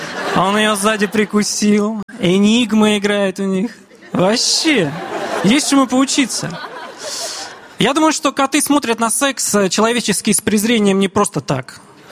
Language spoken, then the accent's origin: Russian; Armenia; Да, я женат, и армяне в браке носят кольца на левой руке, еще мы крестимся слева направо. Мы такие реверсивные православные, знаете.